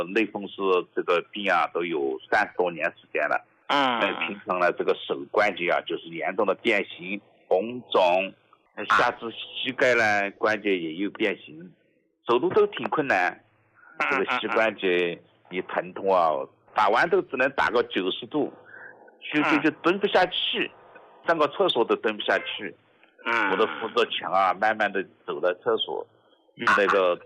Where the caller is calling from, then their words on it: Nantong, Jiangsu, China; 我来自江苏南通的。